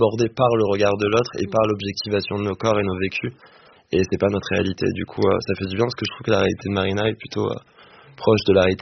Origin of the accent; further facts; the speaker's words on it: Réunion; je l'ai lu sur la plage à La Réunion, parce que je viens de La Réunion